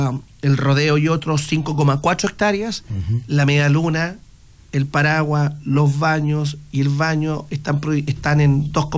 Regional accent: Chile; la envidia es nuestro peor capital como sociedad chilena, creo yo.

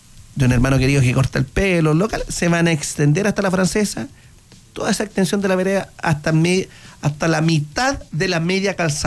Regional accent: Linares, Maule, Chile; para los que somos de Linares

